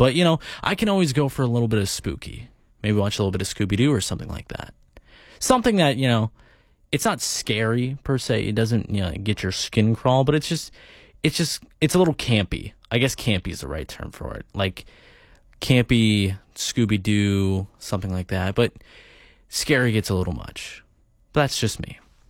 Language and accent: English; Cresco, Iowa, United States; born or raised there; now in Winona, United States